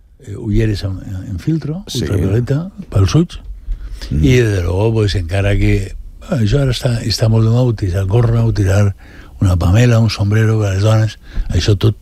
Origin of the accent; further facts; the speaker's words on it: Almàssera, Valencian Community, Spain; Nosaltres venim d'Almàssera i cada volta que venia a la meva València que plovia, anava a Vizcaíno i es compra